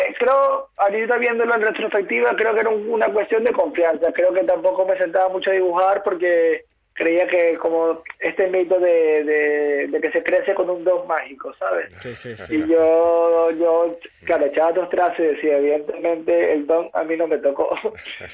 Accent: Caracas, Capital District, Venezuela; moved away as an adult; now in Galicia, Spain; si bien mis abuelos son españoles, mas no gallegos, en Caracas me crié en la Hermandad Gallega, es un club fundado por gallegos

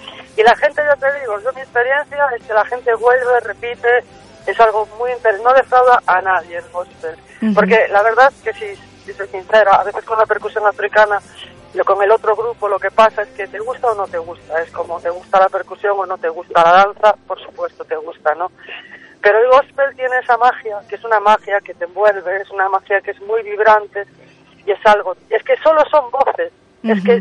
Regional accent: Galicia, Spain; Amarilla Lucense, que es de donde yo soy

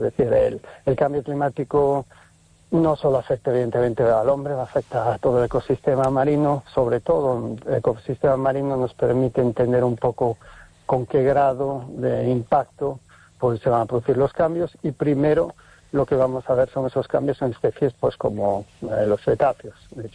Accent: Galicia, Spain; moved away as an adult; also born or lived in Sardinia, Italy; Yo soy gallego

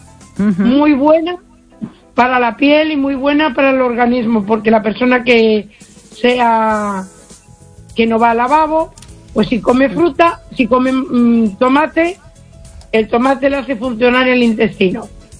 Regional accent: A Coruña, Galicia, Spain; also born or lived in Uruguay; yo soy uruguaya, aunque me crié en La Coruña

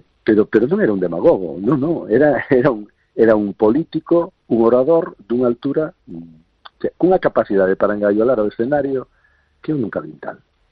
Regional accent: Galicia, Spain; o seu altísimo nivel reflicte o que somos como galegos e galegas, ¿no?

